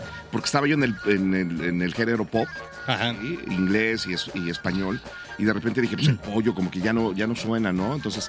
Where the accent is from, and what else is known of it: Perote, Veracruz, Mexico